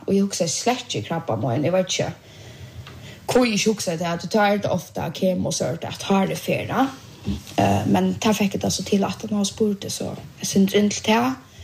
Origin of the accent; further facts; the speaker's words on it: Bulgaria; Swedish is a second language; Och jag är från Bulgaria, faktiskt bara vi här som är ifrån.